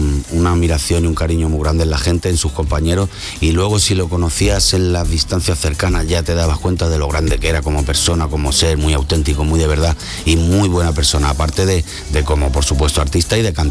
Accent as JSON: {"language": "Spanish", "town": "Madrid", "region": "Community of Madrid", "country": "Spain"}